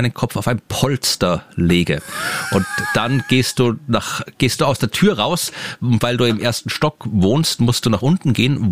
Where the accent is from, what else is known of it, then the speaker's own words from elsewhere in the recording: Austria; ich rede auch keinen reinen österreichischen Dialekt, aber ich bin halt halber Deutscher, da ist das wieder ein anderer Grund bei mir.